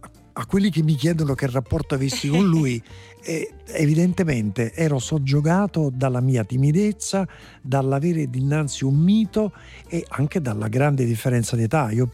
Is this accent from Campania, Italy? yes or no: yes; Naples, Campania, Italy; io essendo l'unico, per quanto giovane, ma l'unico napoletano del cast, ero l'unico a cui mi rivolgesse un saluto più simpatico degli altri.